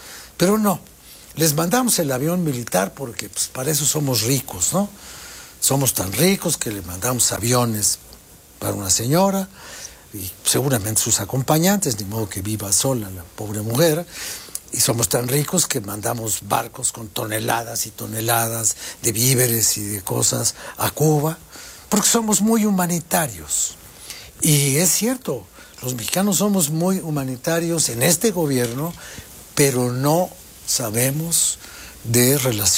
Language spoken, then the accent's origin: Spanish; Mexico; ¿Qué nos importa como mexicanos el señor Pedro Castillo?